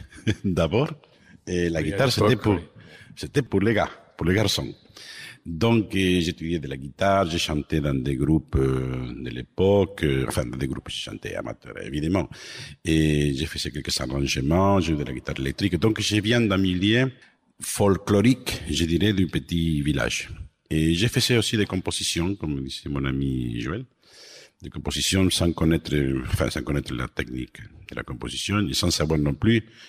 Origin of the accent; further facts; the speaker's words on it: Buenos Aires Province, Argentina; moved away; Je suis né dans un petit village à 20 km de Buenos Aires, l'Argentine, que c'est mon pays d'origine.